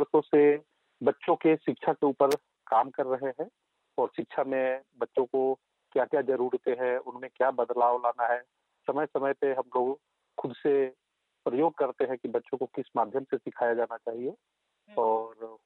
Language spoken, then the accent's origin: Hindi; Pandrasali, Jharkhand, India; also born or lived in Bihar; और मैं पंद्रह साली गाँव जो की मंझारी प्रखंड में है, मैं यहाँ का निवासी हूँ।